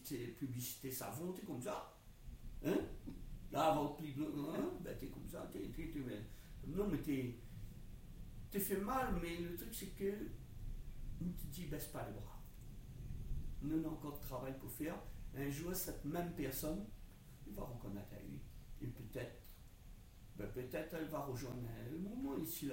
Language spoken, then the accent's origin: French; Grand-Bois, Réunion; quand j'étais à l'école à Grand-Voie